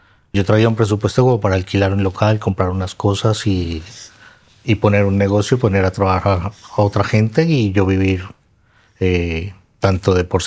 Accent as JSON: {"language": "Spanish", "country": "Colombia", "also_born_or_lived": "Argentina", "moved": "yes", "lives_now": "Viladecans, Spain", "said": "Soy de Colombia."}